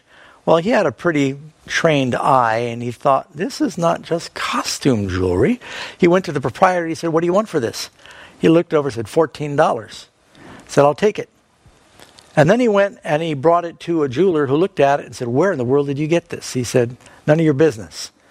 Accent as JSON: {"language": "English", "town": "Manhattan", "region": "New York", "country": "United States", "tie": "born or raised there", "also_born_or_lived": "Los Angeles / Miami"}